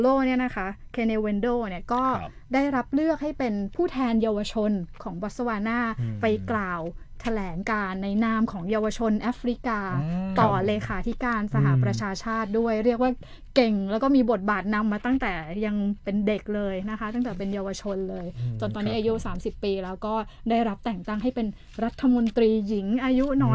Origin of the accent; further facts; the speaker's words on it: Kamphaeng Phet, Thailand; ก็กลับบ้านที่กำแพงเพชรค่ะไปไหว้พ่อแม